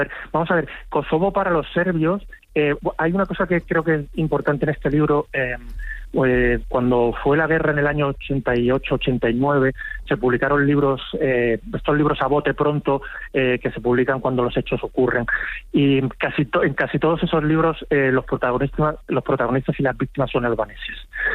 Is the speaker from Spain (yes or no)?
yes; Spain